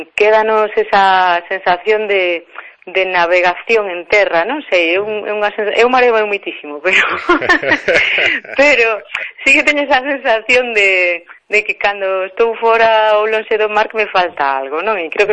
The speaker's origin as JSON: {"language": "Galician", "town": "Arou", "region": "Galicia", "country": "Spain", "tie": "born or raised there", "also_born_or_lived": "Buenos Aires, Argentina", "said": "eu nacín en Buenos Aires, non? E pasei unha corta infancia lá, pero sí que é verdad que cando viñemos vivir para Galicia, pois viñemos directamente a aldea de Arou"}